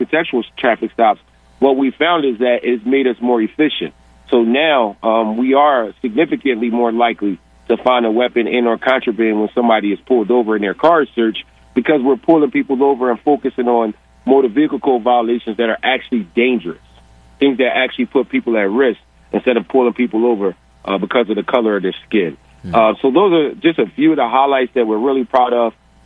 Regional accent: Philadelphia, Pennsylvania, United States; For a lot of us growing up in Philadelphia, getting pulled over by the police was honestly a rite of passage.

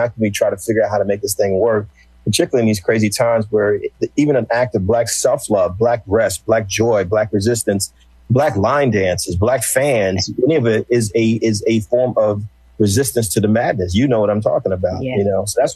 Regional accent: New Jersey, United States; I didn't know that I was from North Jersey.

